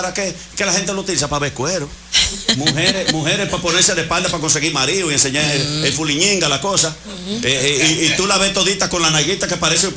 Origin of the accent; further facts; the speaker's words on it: Gaspar Hernández, Espaillat, Dominican Republic; Yo soy de Blumen Flojo, de allá, de cosas, de Gaspar Hernández